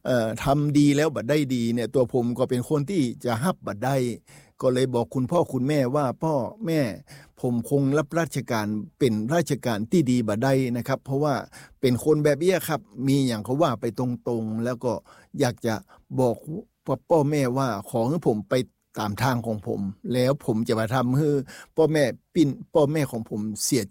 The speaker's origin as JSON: {"language": "Thai", "region": "Lamphun", "country": "Thailand", "moved": "yes", "said": "เมื่อปี2565ผมได้กลับมาเป็นคนลำพูนแห่มครั้งหนึ่ง"}